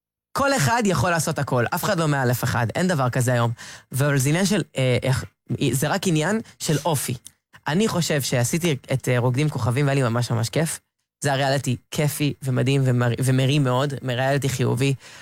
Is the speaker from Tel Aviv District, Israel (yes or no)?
yes; Ramat Gan, Tel Aviv District, Israel; אנחנו גם מרמת גן, אנחנו לא גדולים בחיפה.